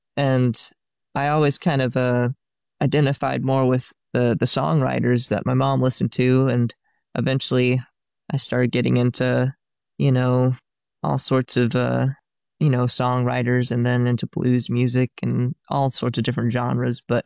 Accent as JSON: {"language": "English", "town": "Fort Worth", "region": "Texas", "country": "United States", "tie": "born or raised there", "said": "Yeah, I was born in Fort Worth, and me and my family have lived around Fort Worth in different spots my whole life."}